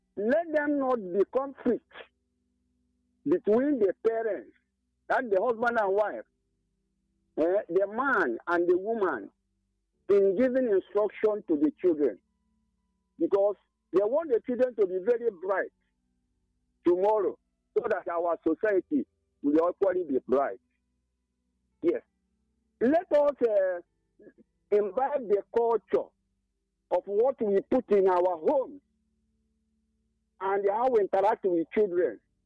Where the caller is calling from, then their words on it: Ebonyi, Nigeria; I'm calling from Isoko, Minonica, local government area of Ebonyi.